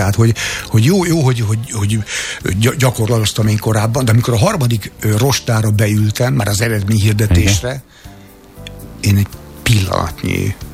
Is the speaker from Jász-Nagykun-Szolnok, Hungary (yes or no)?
no; Miskolc, Borsod-Abaúj-Zemplén, Hungary; És valami visszatart, vagy megmentett attól, hogy olyan saját szülővárosomban játszam.